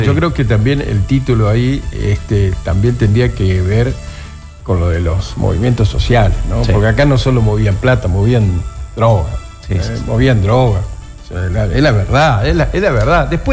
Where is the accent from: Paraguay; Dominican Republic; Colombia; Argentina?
Argentina; Coronel Du Graty, Chaco; Mi pueblo... donde nosotros íbamos al club a tomar una gaseosita, una cervecita.